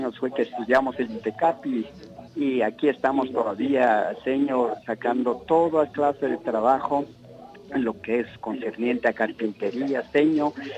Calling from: Santiago Sacatepéquez, Sacatepéquez, Guatemala; Aquí le llamo en Santiago, Zacatepeques.

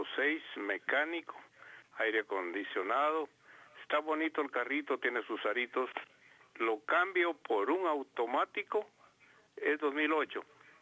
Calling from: Mixco, Guatemala Department, Guatemala; de San Cristóbal, Misco.

